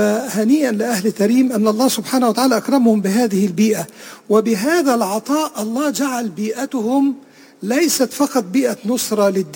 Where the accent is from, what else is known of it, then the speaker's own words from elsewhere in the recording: Egypt; أنا من مصر، كان عندنا في السافل الأسكندرية سيدي أبي العباس المرسي.